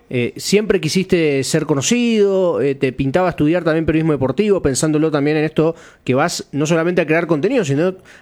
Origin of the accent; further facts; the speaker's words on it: Argentina; nos toca como argentinos pienso